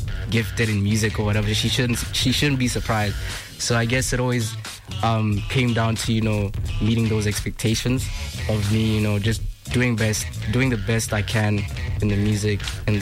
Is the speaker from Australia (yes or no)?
no; Francistown, North-East District, Botswana; I'm 18 years old. Come from Francistown, you know, that's my hometown.